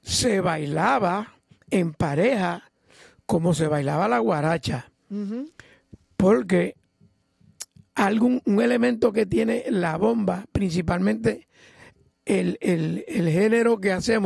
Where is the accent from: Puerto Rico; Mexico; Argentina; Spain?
Puerto Rico